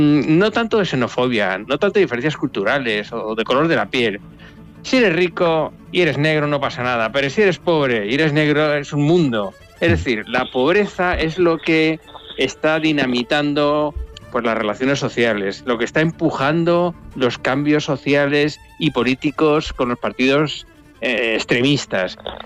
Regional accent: Madrid, Community of Madrid, Spain; now in Castilla-La Mancha, Spain; yo soy madrileño, sí.

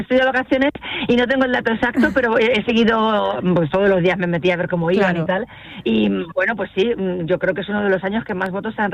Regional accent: Castilla-La Mancha, Spain; este carácter castellano-manchego, que empezamos a sacar pecho por nuestra tierra

